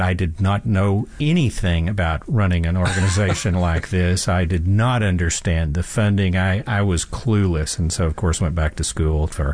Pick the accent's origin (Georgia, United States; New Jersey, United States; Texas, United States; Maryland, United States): Texas, United States; Arlington; I grew up in Arlington, and that was Arlington of many years ago before the Cowboys invaded, before Jerry arrived.